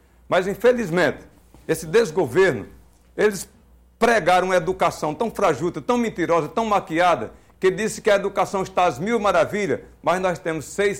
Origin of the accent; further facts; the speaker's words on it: Iguatu, Ceará, Brazil; also born or lived in São Bartolomeu; Saímos lá de São Bartolomeu, uma família enorme, fugindo daquela seca dos anos 70. Fomos morar no Iguatu